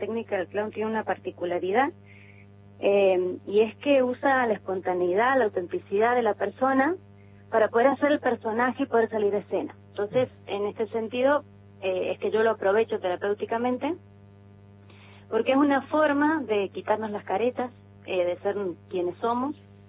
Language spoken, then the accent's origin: Spanish; San Juan, Argentina; now in Córdoba, Argentina; yo soy sanjuanina, pero vivo en Córdoba hace mucho tiempo